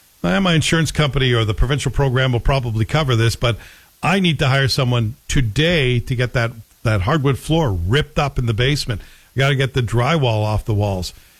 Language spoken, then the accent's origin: English; Scotland, United Kingdom; now in Canada; I'm the Scottish guy in the shade.